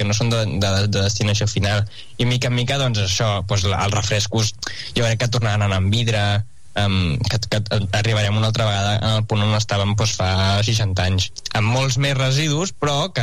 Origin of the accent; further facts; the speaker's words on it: Llinars del Vallès, Catalonia, Spain; now in Sant Esteve de Tordera, Spain; Jo sóc de Sant Esteve de la Tordera, visc aquí i també hi ha porta a porta, i sóc originari de Llinars del Vallès